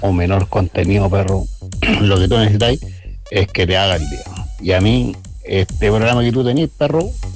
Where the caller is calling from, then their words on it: Traiguén, Araucanía, Chile; yo soy sureño, perro. Yo soy de Traiguén.